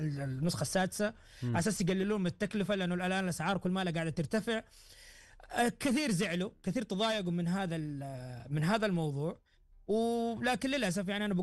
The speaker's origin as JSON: {"language": "Arabic", "country": "Saudi Arabia", "said": "عندنا في السعودية"}